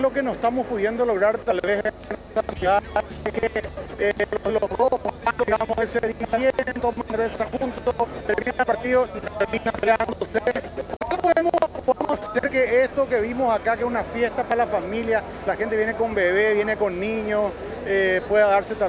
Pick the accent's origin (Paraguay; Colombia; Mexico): Paraguay; moved away as an adult; now in United States; yo soy el embajador de Paraguay en los Estados Unidos.